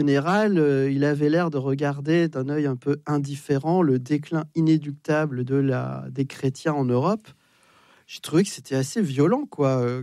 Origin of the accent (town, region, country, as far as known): France